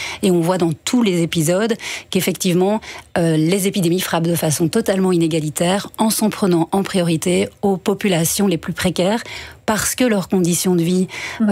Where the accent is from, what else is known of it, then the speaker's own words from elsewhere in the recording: Brussels, Brussels-Capital Region, Belgium; chez nous à Bruxelles